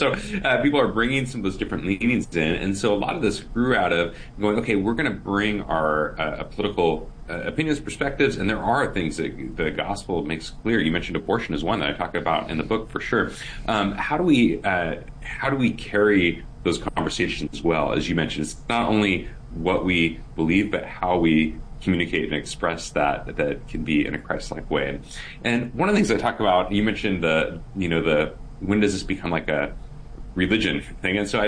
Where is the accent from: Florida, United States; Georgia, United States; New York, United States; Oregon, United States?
Oregon, United States; Portland; I live now here back in my hometown of Portland, Oregon.